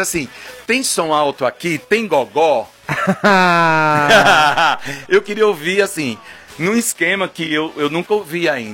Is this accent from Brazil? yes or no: yes; São Sebastião, Brazil; born there; Porque quando eu nasci no São Sebastião